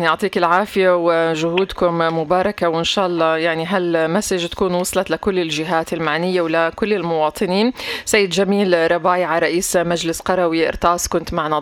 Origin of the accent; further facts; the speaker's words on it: Palestine; إحنا كفلسطينيين.